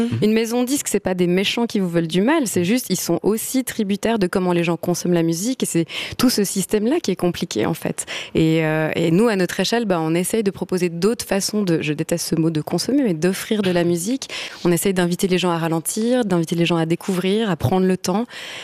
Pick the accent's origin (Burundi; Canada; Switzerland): Switzerland; on est Suisse.